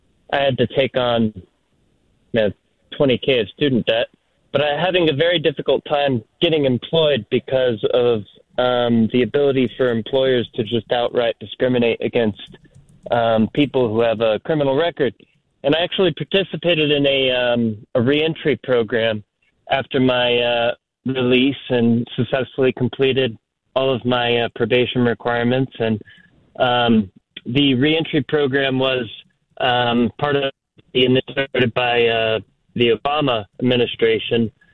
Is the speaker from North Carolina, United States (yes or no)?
no; Florida, United States; now in Norway; Hi there. So I'm originally from Florida